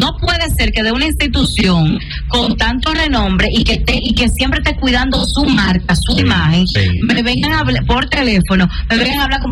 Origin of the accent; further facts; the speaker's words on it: Dominican Republic; nosotros como dominicanos y dominicanas